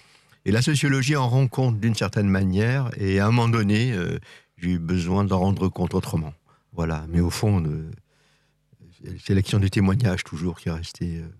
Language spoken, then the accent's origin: French; Lille, Hauts-de-France, France; also born or lived in Gers; Je suis né dans le Gers, là-bas. Mes parents étaient réfugiés pendant la guerre. Et donc, mais très vite, on est arrivé à Lille, j'ai vécu au bord du quartier Saint-Sauveur, pour ceux qui connaissent.